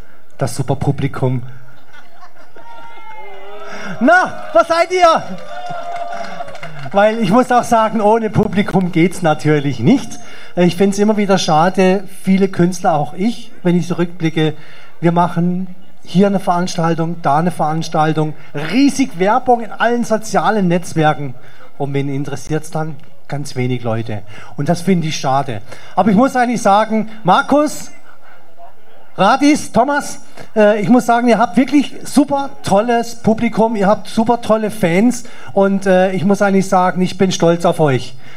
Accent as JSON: {"language": "German", "region": "Baden-Württemberg", "country": "Germany", "tie": "born or raised there", "moved": "as an adult", "lives_now": "Switzerland", "said": "Also ich bin ganz einfach in Deutschland aufgewachsen. Grenze, letzter Ort vor Basel"}